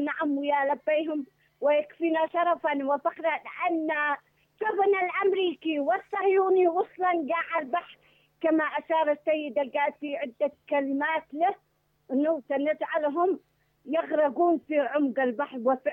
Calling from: Yemen; أنا مرأة يمنية

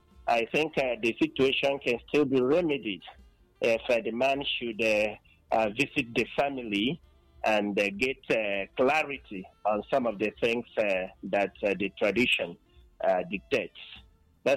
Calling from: Akwa Ibom, Nigeria; I'm calling in from Akeze Boyne State.

